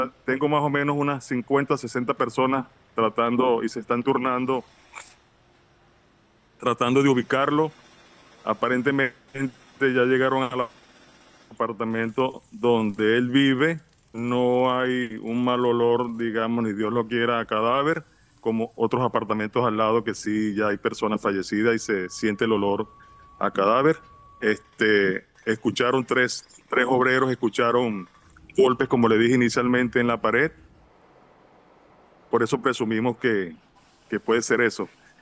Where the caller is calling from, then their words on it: Spain; Somos españoles.